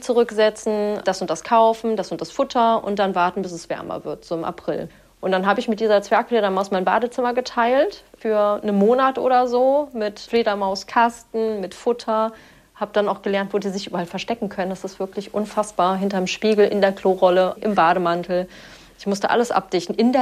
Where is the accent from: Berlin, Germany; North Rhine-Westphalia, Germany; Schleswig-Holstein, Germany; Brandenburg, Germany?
North Rhine-Westphalia, Germany; now in Darmstadt, Germany; Ich komme halt vom Land aus Nordrhein-Westfalen